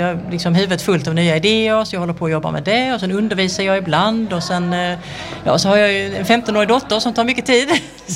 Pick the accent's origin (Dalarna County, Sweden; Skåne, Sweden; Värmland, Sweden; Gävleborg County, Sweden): Skåne, Sweden; Hässleholm; now in Stockholm, Sweden; som sagt och är konstnär och bor i Stockholm men är född och uppväxt i Hässleholm.